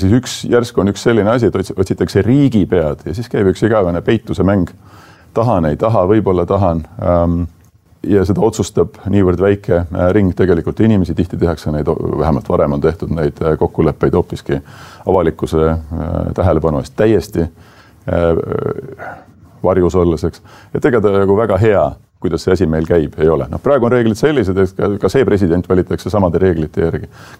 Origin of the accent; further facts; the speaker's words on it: Saare County, Estonia; Ma ise olen Saaremalt, et öeldakse, et 7 aastat pead elama Saaremal, siis võid hakata ennast kutsuma saarlaseks.